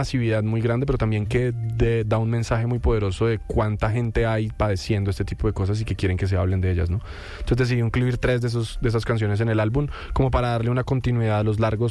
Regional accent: Colombia

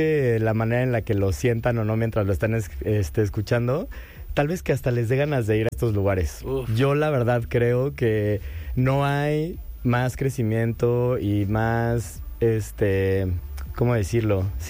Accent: Mexico; accent: Mexican; que lo primero que te digan, ¡ajá, mexicano!, ¿no? Nada más porque te agarran en corte el acento.

